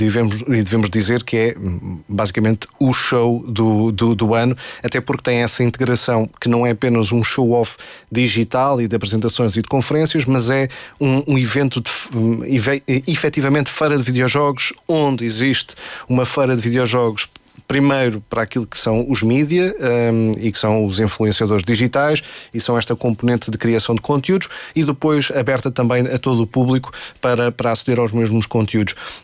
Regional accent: Portugal; Porque somos portugueses?

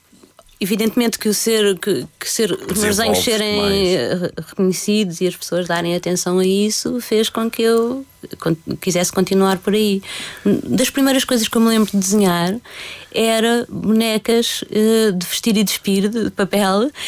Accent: Lisbon, Portugal; also born or lived in Rifana (near Cartaxo/Rio Maior); Eu, apesar de ter vivido sempre em Lisboa, tecnicamente não nasci em Lisboa, nasci numa aldeia chamada Rifana, mas que não é uma das Rifanas que as pessoas conhecem, não é do Algarve nem nada. É um sítio ao pé do Cartaz, mais ou menos entre o Cartaz e Rio Maior.

